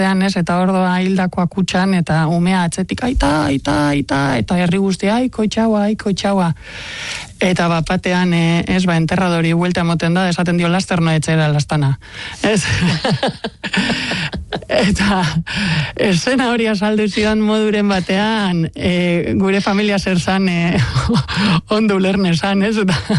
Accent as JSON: {"language": "Basque", "town": "Amorebieta-Etxano", "region": "Basque Country", "country": "Spain", "tie": "born or raised there", "said": "txikian nintzenean, bueno, nire Zornotza, nire herrian, nire Osabak eta Izekok bazeukaten liburu denda bat"}